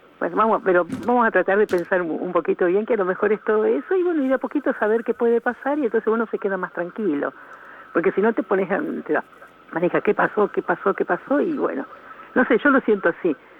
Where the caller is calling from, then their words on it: Chascomús, Buenos Aires Province, Argentina; de Chascomús.